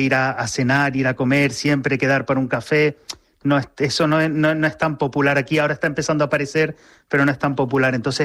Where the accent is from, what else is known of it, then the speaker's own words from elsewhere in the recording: Canary Islands, Spain; moved away as an adult; now in Poland; Cuando yo tampoco digo soy español, yo digo soy de las Islas Canarias. Y aquí en Polonia son muy famosas.